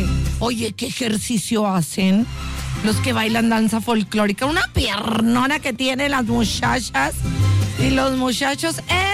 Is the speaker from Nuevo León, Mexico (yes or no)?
yes; Nuevo León, Mexico; la gente de Nuevo León, somos unos fregones.